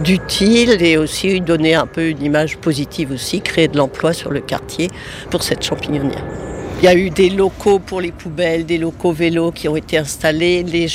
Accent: Pays de la Loire, France; moi je suis originaire d'Anjou

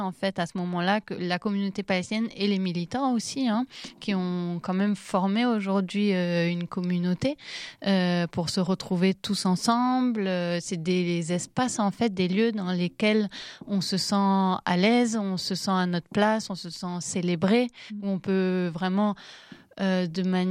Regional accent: Lebanon; moi personnellement, je ne suis pas palestinienne, je suis libanaise

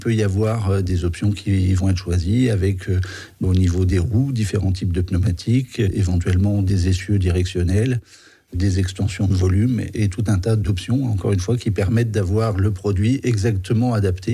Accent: Orléans, Centre-Val de Loire, France; born there; Je suis né à Orléans il y a plus de 50 ans de cela.

